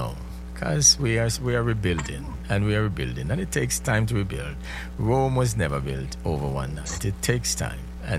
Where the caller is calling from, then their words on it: Jamaica; accent: Jamaican; I am Jamaican, right? That's who I am. So I talk Jamaican, right?